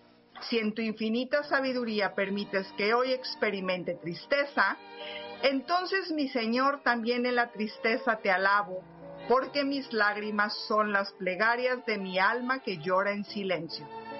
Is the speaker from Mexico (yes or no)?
yes; Mexico; yo que soy mexicana